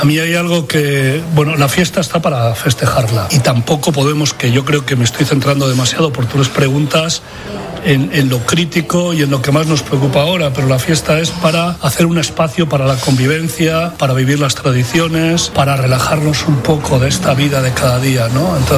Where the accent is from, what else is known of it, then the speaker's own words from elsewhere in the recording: Carrión de los Condes, Castile and León, Spain; moved away; yo soy cofundador de la peña de mi pueblo, de mi pequeña ciudad, Carrión de los Condes, en Palencia